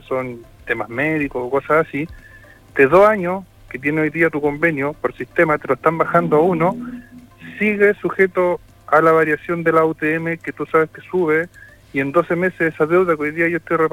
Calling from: Iquique, Tarapacá, Chile

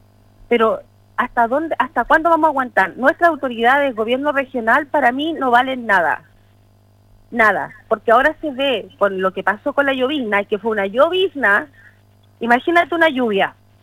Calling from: Iquique, Tarapacá, Chile; soy iquiqueña, yo quiero mi ciudad

